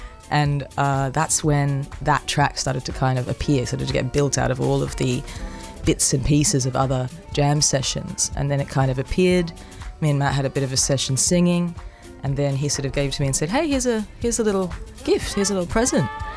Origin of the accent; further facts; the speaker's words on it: Perth, Western Australia, Australia; moved away as an adult; also born or lived in Melbourne / Northern Norway; That's my hometown. That's where I live.